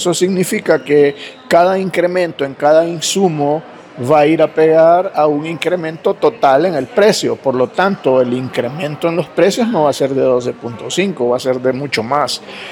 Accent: Honduras; somos todos los hondureños

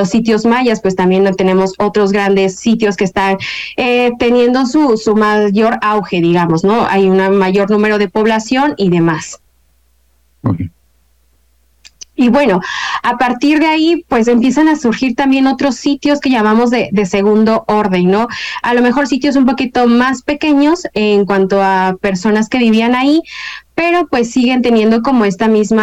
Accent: Oaxaca, Mexico; Soy oaxaqueña, nací y crecí en la ciudad de Oaxaca. Por parte de mi papá, pues sí, son de los valles, realmente yo creo que ellos ya no hablaron el zapoteco

